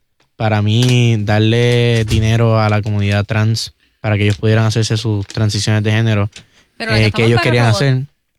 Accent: Puerto Rico; a mí, como puertorriqueño y como joven puertorriqueño, pero de igual forma ciudadano americano

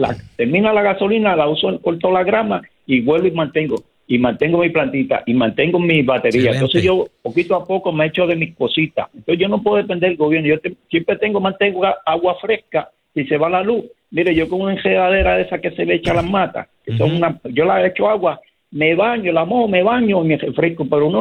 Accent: Bayamón, Puerto Rico; Ya, Bayamón, yo soy de Bayamón, a mí nunca ha salido el agua aquí

